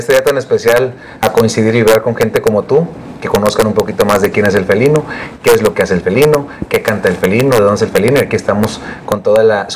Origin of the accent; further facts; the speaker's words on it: Mazatlán, Sinaloa, Mexico; yo vibraba desde muy pequeño la música sinaloense. Soy de Mazatlán